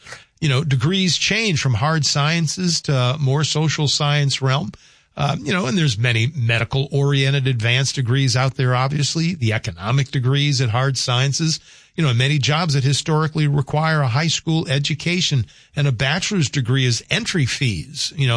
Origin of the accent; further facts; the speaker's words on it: New Orleans, Louisiana, United States; I'm from New Orleans, even though rock and roll was certainly, my forte from, you know, just because of the era that I was raised in.